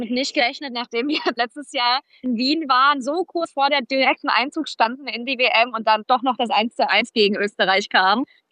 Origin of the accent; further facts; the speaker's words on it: Germany; born there; also born or lived in Mannheim; Ich bin in Deutschland geboren